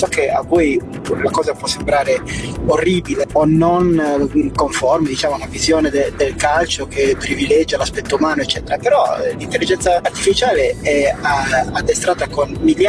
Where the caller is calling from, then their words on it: Sardinia, Italy; dalla Sardegna.